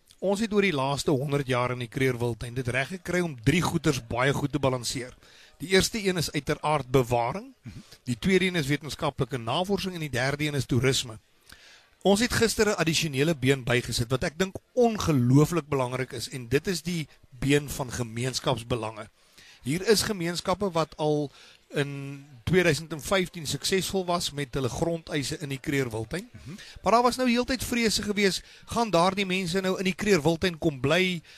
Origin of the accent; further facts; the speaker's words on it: Tzaneen, Limpopo, South Africa; moved away; Ek het op Tzaneen groot geword, my pa was 'n predikant op Tzaneen